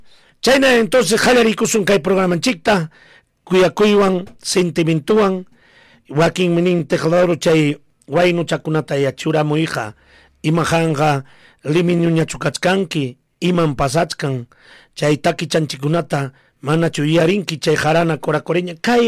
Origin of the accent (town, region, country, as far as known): Peru